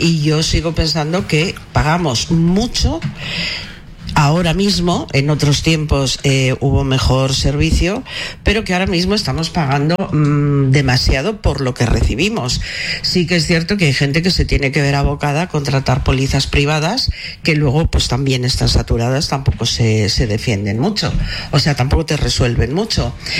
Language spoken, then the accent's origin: Spanish; Spain